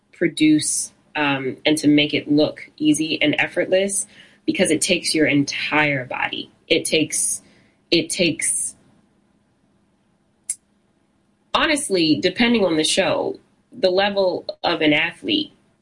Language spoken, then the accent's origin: English; Baltimore, Maryland, United States; when I first said I was from Baltimore